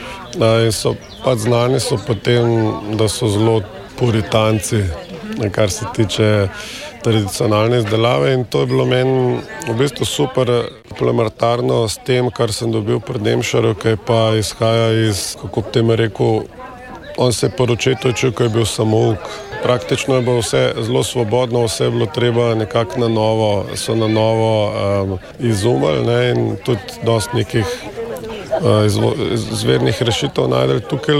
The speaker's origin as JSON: {"language": "Slovenian", "town": "Ljubljana", "region": "Central Slovenia", "country": "Slovenia", "tie": "born or raised there", "said": "sem izvorno iz Ljubljane"}